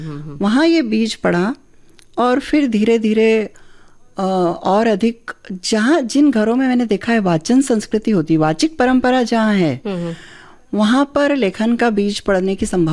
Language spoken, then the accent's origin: Hindi; Mandsaur, Madhya Pradesh, India; हम लोग मंदसौर से हैं मूलतः, मेरा जन्म स्थान जो है वो मंदसौर है, मालवा का एक छोटा सा कस्बा है